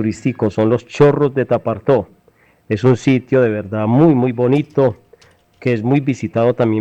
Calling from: Andes, Antioquia, Colombia; Listo, Tapartó mío. Es un corregimiento de acá del municipio de Andes, un corregimiento muy cafetero

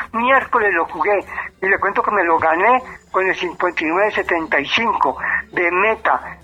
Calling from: Medellín, Antioquia, Colombia; Del barrio Luis López de Neza, aquí en Medellín

